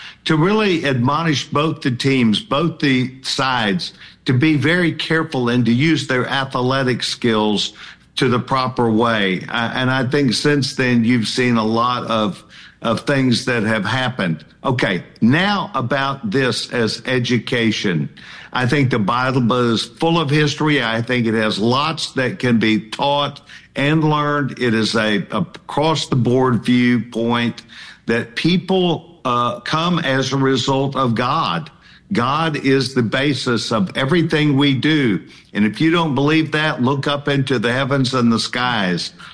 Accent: Texas, United States; I am proud, not just as a Texan, but as an American

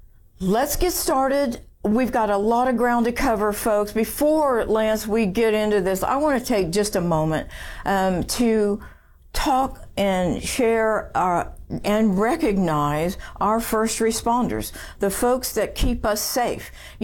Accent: San Antonio, Texas, United States; born there; I was born in San Antonio. I'm a fifth generation Texan. were deep-rooted. My dad's family moved to San Antonio in the early 1800s, so we're not from where? New York City. No, we're from here.

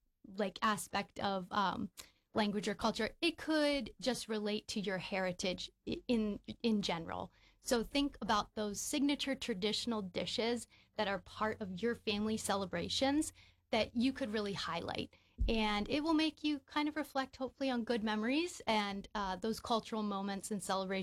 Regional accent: East Coast, United States; now in Midwest, United States; coming from somewhere outside of the Midwest, where I grew up on the East Coast

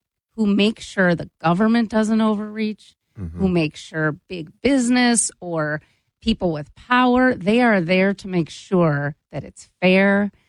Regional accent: Cleveland, Ohio, United States; now in Wisconsin, United States; I served on a jury in in my hometown of Cleveland.

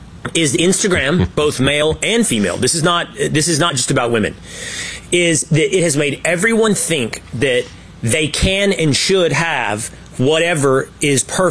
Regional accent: Sherman, Texas, United States; born or raised there

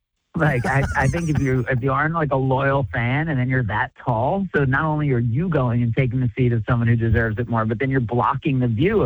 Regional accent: New Jersey, United States; I grew up in New Jersey.

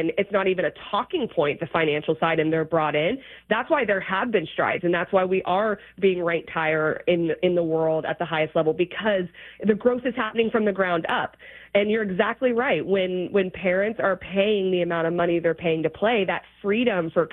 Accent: Dallas, Texas, United States; also born or lived in Colorado; I actually, by the time I started playing soccer, grew up in Dallas. I was born in Colorado, and I was lucky in Dallas because there was so many good local high-level teams

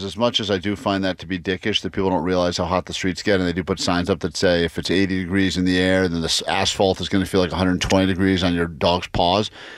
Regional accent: East Coast, United States; moved away; I grew up in humidity on the East Coast

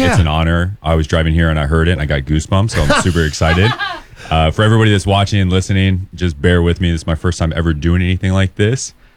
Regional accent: McCook, Nebraska, United States; So I'm from McCook.

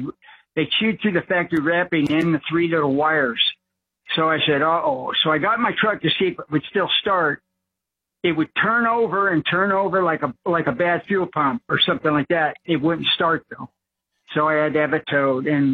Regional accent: California, United States; I'm from California all my life. I never had the problem. But living in the desert, beautiful area, high desert

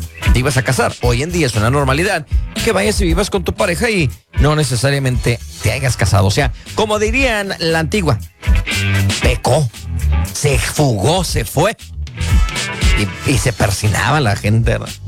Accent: Mexico; now in United States; Estamos en Estados Unidos y sin duda hay que aceptar que aunque somos mexicanos, las cosas cambian, las tradiciones, y nos adaptamos también muchas veces a las costumbres de este país

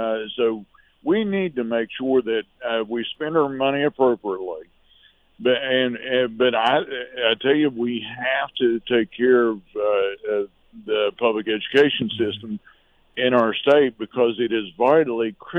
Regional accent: Summers County, West Virginia, United States; I grew up in Summers County. I had a good education in Hinton High School

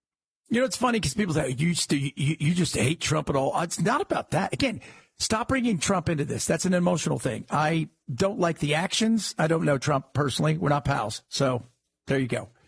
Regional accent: Los Angeles, California, United States; So Look, I grew up in Los Angeles. Growing up in Southern California

